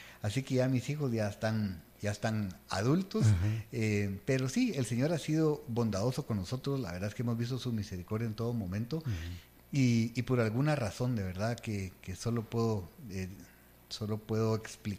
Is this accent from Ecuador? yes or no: no; Guatemala; en Guatemala nosotros decimos vamos con todo